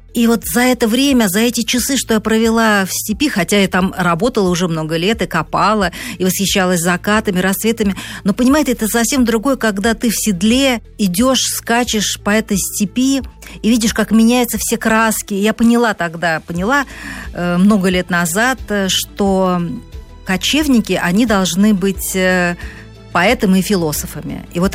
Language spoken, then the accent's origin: Russian; Moscow, Russia; я москвичка, родилась в Москве